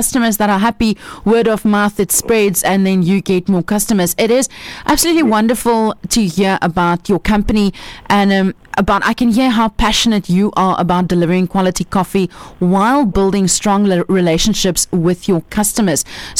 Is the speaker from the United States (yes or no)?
no; Pretoria, Gauteng, South Africa; Of course, even me. I came from Pretoria.